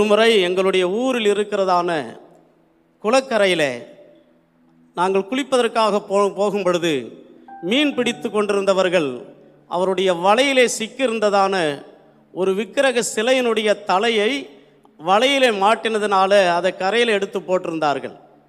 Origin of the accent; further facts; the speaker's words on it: Tamil Nadu, India; நான் சிதம்பரத்திற்கும் அருகிலே ஒரு சாதாரணமான ஒரு குக்கிராமத்தில் இயேசுவை அறியாத குடும்பத்திலே நான் பிறந்தவன்.